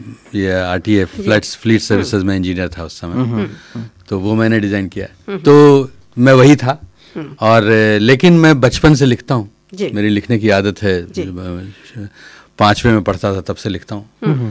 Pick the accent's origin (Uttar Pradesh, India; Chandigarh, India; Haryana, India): Uttar Pradesh, India; Rae Bareli; now in United Kingdom; मैं आया हूँ रायबरेली से, रायबरेली का रहने वाला हूँ